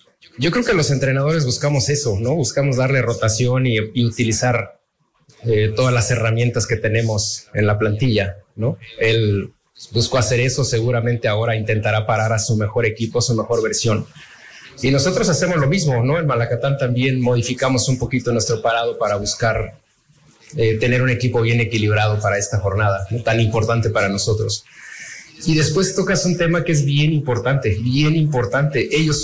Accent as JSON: {"language": "Spanish", "country": "Mexico", "said": "Yo soy mexicano, ¿no? Yo soy mexicano."}